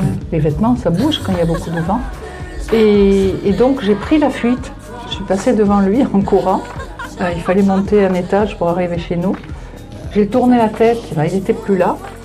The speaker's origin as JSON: {"language": "French", "town": "Calvi", "region": "Corsica", "country": "France", "said": "donc pour situer, donc je suis corse et on habitait à Calvi."}